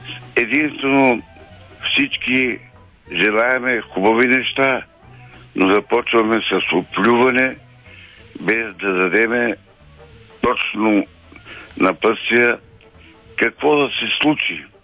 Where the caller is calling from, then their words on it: Teteven, Lovech Province, Bulgaria; от Тетевен.